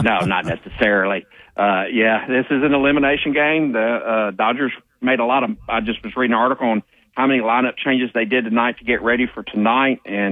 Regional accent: Nashville, Tennessee, United States; everybody traveling to Nashville, be safe. I heard a lot of people that are going. That's my hometown

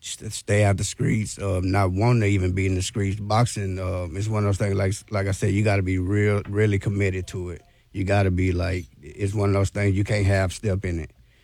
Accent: England, Arkansas, United States; England, Arkansas.

